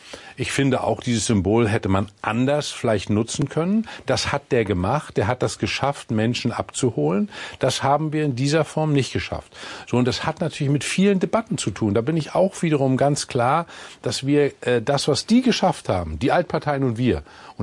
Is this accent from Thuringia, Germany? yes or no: no; Mecklenburg-Vorpommern, Germany; Ich sage im Übrigen ganz klar, in meiner Heimat in Mecklenburg-Vorpommern wird das anders sein.